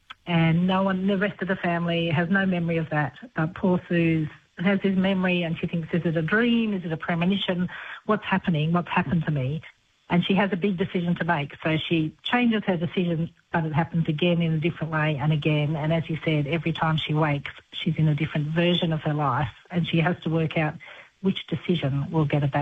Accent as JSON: {"language": "English", "town": "Bathurst", "region": "New South Wales", "country": "Australia", "tie": "born or raised there", "also_born_or_lived": "Canberra", "said": "Yes, I grew up just outside Bathurst, and we had bushfires around, and I remember Mum and Dad drove us through a bushfire."}